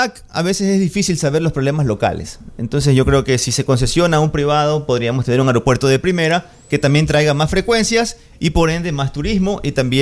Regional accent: Ecuador; yo soy de Ecuador

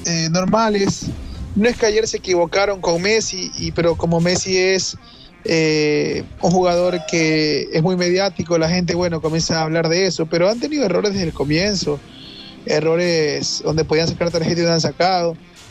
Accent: Ecuador

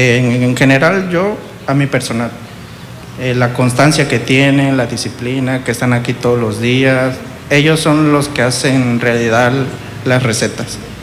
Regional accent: Tabasco, Mexico; Soy de Tabasco.

